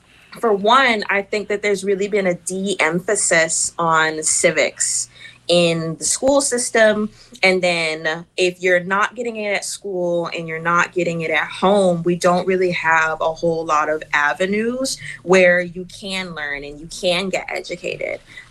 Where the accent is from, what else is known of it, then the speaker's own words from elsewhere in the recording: St. John, U.S. Virgin Islands; born there; also born or lived in Florida, United States; So me and my mother are originally from the States, but we've been in the Virgin Islands since, 2010 at this point. So I grew up in St. John.